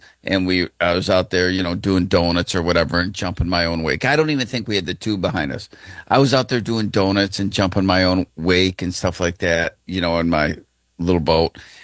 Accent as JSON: {"language": "English", "town": "Lima", "region": "New York", "country": "United States", "said": "I'm from Lima."}